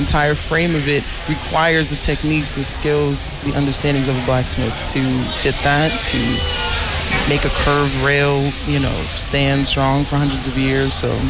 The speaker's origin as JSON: {"language": "English", "town": "Boston", "region": "Massachusetts", "country": "United States", "tie": "born or raised there", "also_born_or_lived": "New York City", "lives_now": "New Orleans, United States", "said": "I grew up in the greater Boston area. I lived in New York City for a while. And yeah, but once New Orleans calls you, it's hard to, you know, put that phone down."}